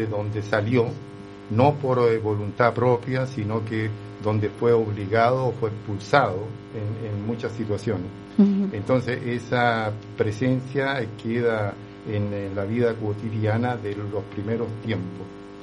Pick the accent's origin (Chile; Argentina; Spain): Chile; now in Italy; Sí, Sí, yo llegué a Italia solo. O sea, yo salí de Chile a través de la embajada italiana en Santiago.